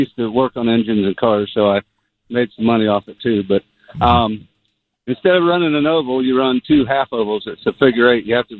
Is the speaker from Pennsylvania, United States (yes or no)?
no; Ohio, United States; also born or lived in Indiana; now in Myrtle Beach, United States; I grew up in Ohio and then lived in Indiana for a long time.